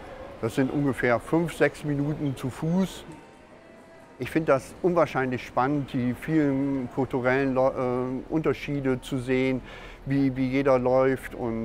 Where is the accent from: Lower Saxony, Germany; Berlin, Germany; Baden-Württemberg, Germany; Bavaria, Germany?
Lower Saxony, Germany; Osnabrück; Ich komme aus Osnabrück. Ich wohne gerne in der Stadt, weil einfach die Wege viel kürzer sind als auf dem Land